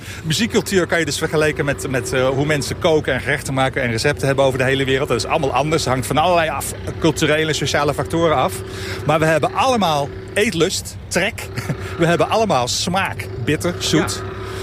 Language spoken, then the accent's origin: Dutch; Netherlands